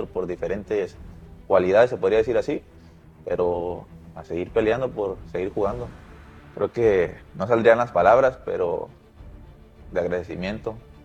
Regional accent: Torreón, Coahuila, Mexico; Juego normalmente de lateral o de central y soy de Torreón, Coahuila.

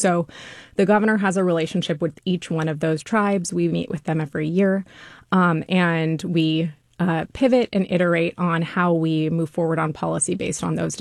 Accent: Los Angeles, California, United States; growing up in California, I grew up in the Los Angeles area

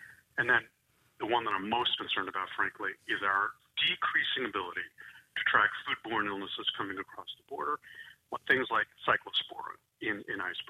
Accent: United States; what keeps me up at night is actually something much more fundamental to us in this country as American citizens

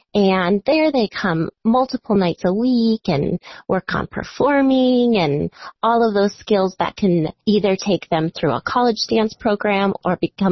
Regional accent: Illinois, United States; moved away as an adult; also born or lived in Kansas City; Sure. Well, I grew up in the Chicago suburbs, and I started my serious dance training at Judith Follander School of Ballet.

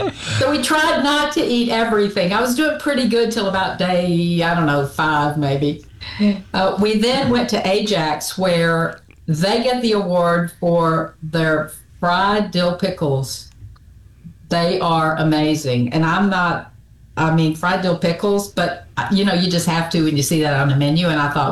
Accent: Jackson, Mississippi, United States; moved away as an adult; also born or lived in Hattiesburg / Memphis; now in Florida, United States; I grew up in Jackson, went to college in Hattiesburg, moved to Memphis for my 20s for the most part, where I met my husband

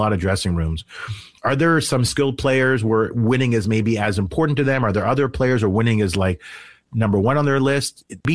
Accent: Canada; because I'm Canadian and I watch a lot of hockey

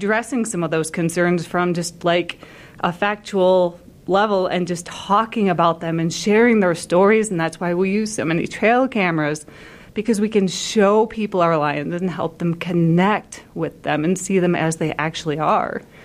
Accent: Michigan, United States; moved away as an adult; now in Utah, United States; But from Michigan originally, and we had dispersing cats showing up in our state, right?

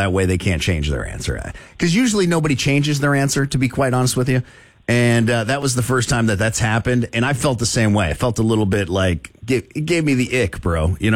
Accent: United States; as an American

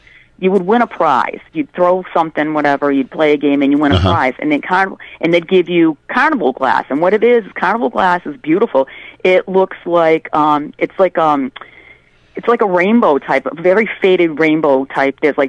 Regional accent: Webster, United States; And I said, yeah, I'm from Webster. And he goes, well, how come you have an accent and your sister does? And I said, she practiced her R's. I did not.

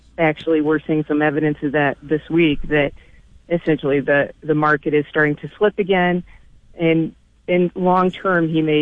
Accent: New York, United States; I think, you know, growing up in the Southern Tier, there are plenty of folks who actually did support Hillary Clinton

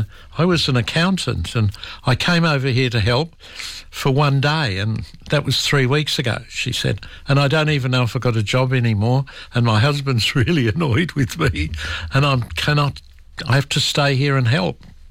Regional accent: Australia; And I said, oh … from Australia.

